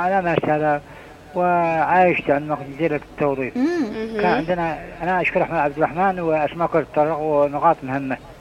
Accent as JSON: {"language": "Arabic", "region": "Aden", "country": "Yemen", "said": "كنا عندنا في عدن"}